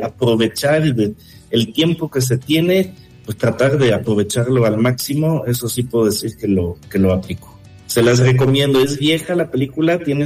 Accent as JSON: {"language": "Spanish", "country": "France", "second_language": "Spanish", "lives_now": "Mexico", "said": "Pues yo, como buen francés, ahí no te puedo mentir, le voy a Francia."}